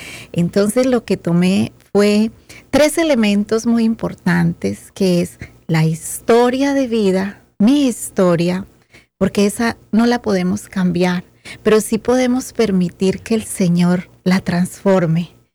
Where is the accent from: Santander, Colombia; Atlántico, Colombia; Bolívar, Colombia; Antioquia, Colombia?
Antioquia, Colombia; Medellín; Estoy vengo desde Medellín, Colombia